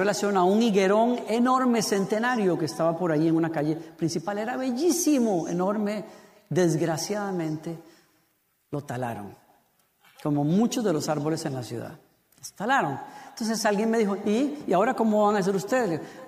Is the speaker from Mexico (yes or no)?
no; Costa Rica; now in United States; Cuando yo llegué a los Estados Unidos, yo vengo de Costa Rica, para los de ustedes que no saben, Tiquicia, como le decimos allá.